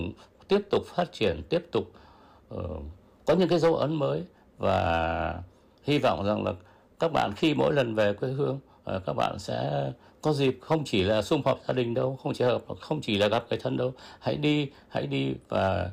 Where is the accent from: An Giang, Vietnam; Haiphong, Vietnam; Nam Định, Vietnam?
Haiphong, Vietnam; born or raised there